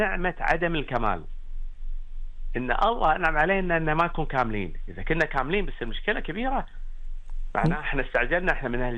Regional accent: Qatar; عندنا في قطر

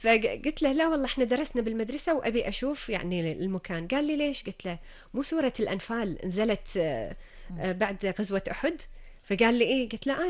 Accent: Kuwait; اطلع من الكويت من الاجواء الصحراويه الحاره اللي عندنا اللي احنا متعودين عليها بمنطقه الخليج

